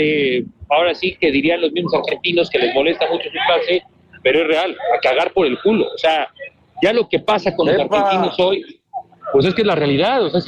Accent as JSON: {"language": "Spanish", "country": "Mexico", "said": "aroma mental que nos suele dar como mexicanos el issue que traemos contra ellos"}